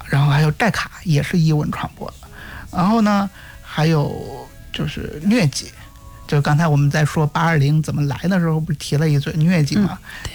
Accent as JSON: {"language": "Chinese", "region": "Henan", "country": "China", "said": "咱们是河南的，对吧？我平时在郑州"}